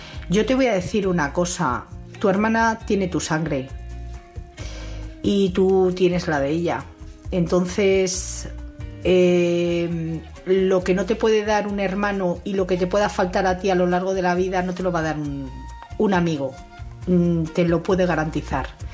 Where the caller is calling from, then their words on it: Madrid, Community of Madrid, Spain; Hola, buenas noches. … de Madrid.